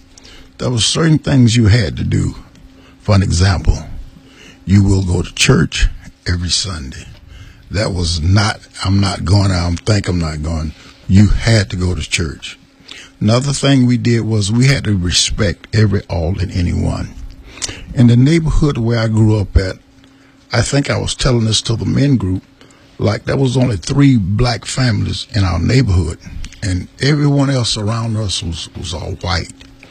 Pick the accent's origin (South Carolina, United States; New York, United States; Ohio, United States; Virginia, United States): South Carolina, United States; North Augusta; Well, Bill, I grew up in North Augusta, South Carolina, and we there had a culture where we respect all, every, and anyone.